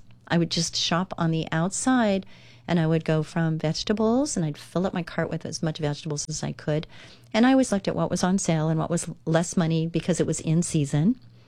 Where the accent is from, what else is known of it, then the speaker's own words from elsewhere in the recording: Orange County, California, United States; I grew up in Orange County, and it was very, very relevant. Don't get offended, Orange County. I am a native Orange Countyan.